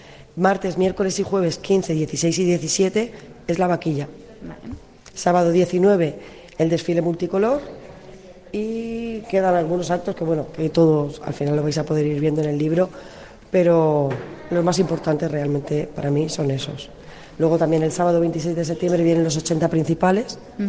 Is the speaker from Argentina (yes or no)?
no; El Campello, Valencian Community, Spain; este no es mi pueblo natal. Uh-huh. Yo en realidad soy de Campello, me vine aquí a vivir hace 13 años